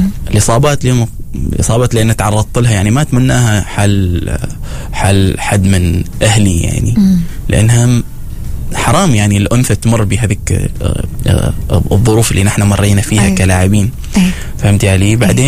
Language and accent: Arabic; Oman